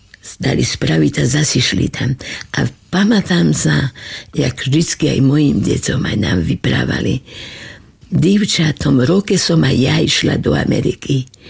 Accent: Radoština, Žilina Region, Slovakia; Ja som nebola obyčajná, naša Radoština nebola obyčajná dedina.

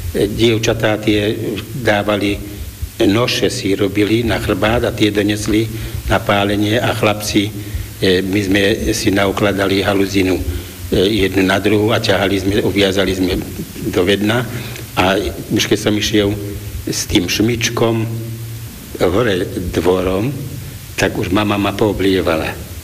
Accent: Vyšný Sliač, Žilina Region, Slovakia; Ja som z Vyšného Sliača, potvočík do dedinou tiekov, aj tečie však doteraz.

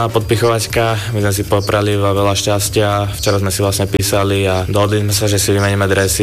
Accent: Bratislava, Bratislava Region, Slovakia; now in Stuttgart, Germany; Vlastne ja pochádzam z Bratislavy, žil som tu od malička do nejakých 12 rokov

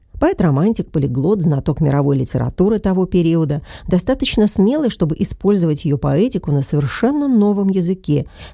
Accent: Svidník, Prešov Region, Slovakia; Ребята были вместе в Шерешане, я из Свидника

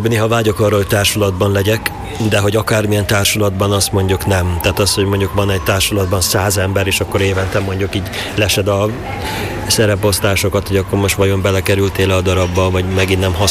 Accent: Nové Zámky, Nitra Region, Slovakia; now in Budapest, Hungary; Hát én újvári vagyok, hát felvidéki vagyok, igen. Tehát, hogy az van. Sosem leszek budapesti, mert itt nincsenek gyökereim

